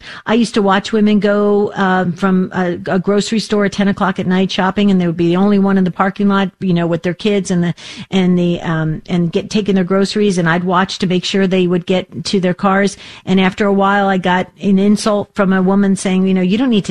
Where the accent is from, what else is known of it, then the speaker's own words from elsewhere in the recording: New Jersey, United States; I was raised in New Jersey